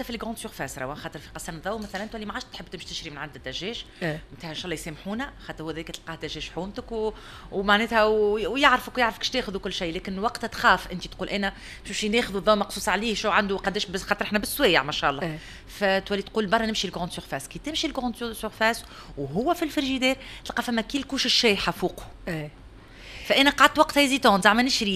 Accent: Tunisia

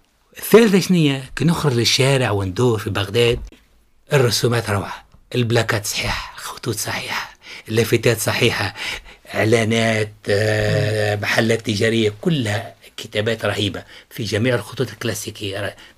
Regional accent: Tunisia; also born or lived in Baghdad, Iraq; انا تونسي الوحيد

